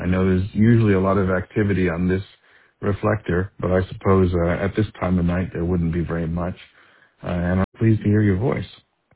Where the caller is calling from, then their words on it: Foster City, California, United States; So I am in Foster City, California, which is about 15 miles south of Sa